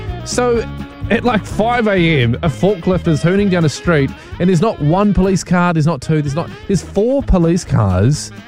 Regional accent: New Zealand; as a Kiwi, as a New Zealand

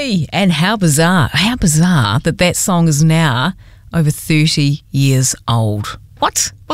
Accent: New Zealand; I just felt so proud being a Kiwi

